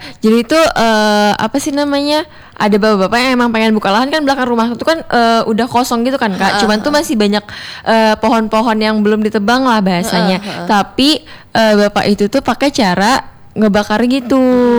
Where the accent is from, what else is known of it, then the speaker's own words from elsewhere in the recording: Jakarta, Indonesia; Tapi aku udah beda provinsi sih sebenarnya. Aku dari Jakarta.